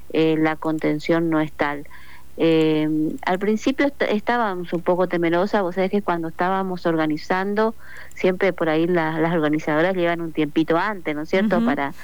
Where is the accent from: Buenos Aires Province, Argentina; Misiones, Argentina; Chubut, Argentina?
Misiones, Argentina; Oberá